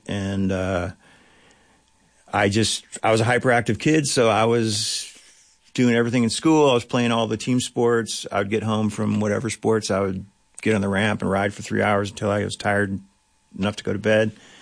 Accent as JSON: {"language": "English", "town": "Big Sandy", "region": "Montana", "country": "United States", "tie": "born or raised there", "moved": "yes", "said": "my hometown in Big Sandy?"}